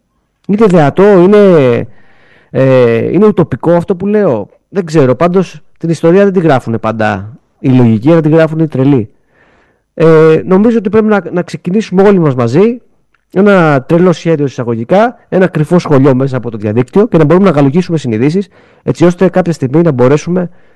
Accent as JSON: {"language": "Greek", "country": "Greece", "said": "εμείς ως Έλληνες δεν θέλουμε να κατακτήσουμε κανέναν."}